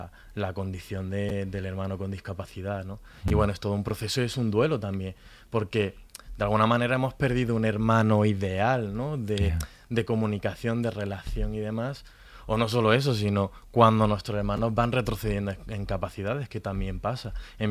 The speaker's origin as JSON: {"language": "Spanish", "town": "Granada", "region": "Andalusia", "country": "Spain", "said": "Yo soy de Granada, ¿no?"}